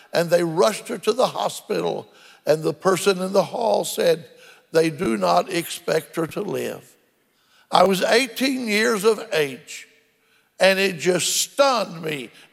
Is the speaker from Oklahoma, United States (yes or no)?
yes; Bartlesville, Oklahoma, United States; moved away as an adult; also born or lived in Waxahachie, Texas; It was the year of 1962. I had left my hometown of Bartlesville, Oklahoma, and had driven to Waxahachie, Texas, where I'd never been before